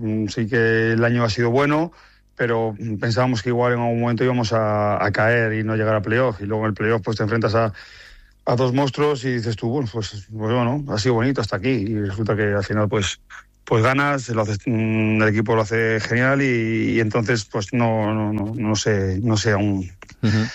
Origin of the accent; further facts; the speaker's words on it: Valladolid, Castile and León, Spain; creo que todos los que somos pucelanos pues hemos hemos respirado.